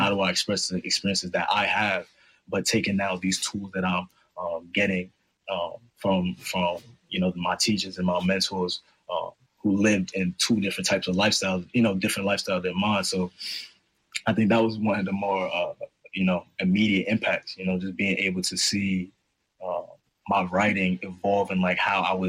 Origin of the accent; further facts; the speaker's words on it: Harlem, New York, United States; also born or lived in Massachusetts; growing up in Harlem and seeing, you know, a certain mold of people, a certain, you know, vernacular and all that stuff, and then switching over to going to boarding school, middle of nowhere in Massachusetts